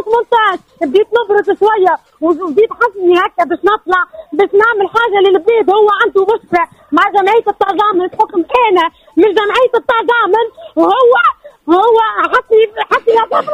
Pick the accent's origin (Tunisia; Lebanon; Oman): Tunisia; moved away as an adult; now in Germany; وفخورة لي انا تونسية.